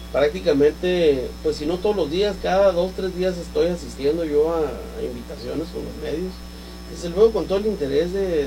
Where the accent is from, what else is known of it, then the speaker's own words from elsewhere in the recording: Ciudad Juárez, Chihuahua, Mexico; como juarenses, pues nos interesa mucho que le vaya bien a Juárez.